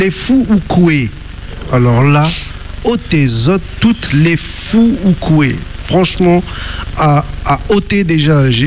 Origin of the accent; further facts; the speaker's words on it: Réunion; C'est pour ça que je suis réunionnais, parce que j'aime la moukat, moi.